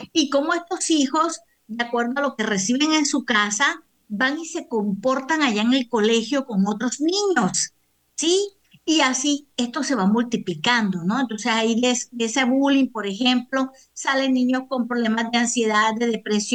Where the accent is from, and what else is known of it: Colombia